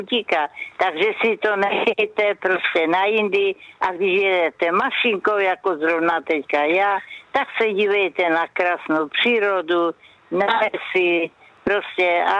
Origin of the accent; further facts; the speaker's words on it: Krnov, Moravian-Silesian Region, Czechia; Jo, moje rodné město je Krnov, Pavlo. Takže jedu do Krnova, tam mám brášku ještě. No a svoje rodaky, s kterýma jsem chodila do školy, vyrůstala.